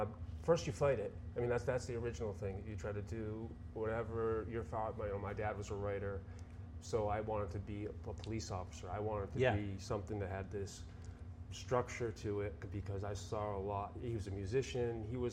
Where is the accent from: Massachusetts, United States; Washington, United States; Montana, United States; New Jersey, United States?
Massachusetts, United States; Taunton; I grew up in Taunton, Massachusetts.